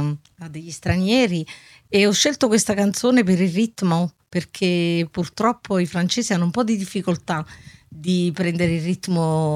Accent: Naples, Campania, Italy; Io sono un po' molto legata al, diciamo, alla mia città natale, quindi mi piace molto la canzone napoletana

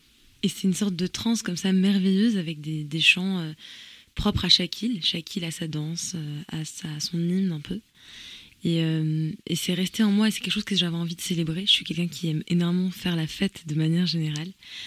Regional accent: France; je chante en grec, parce que j'ai grandi en France, mais l'âme de ma voix, j'ai l'impression qu'elle est grecque.

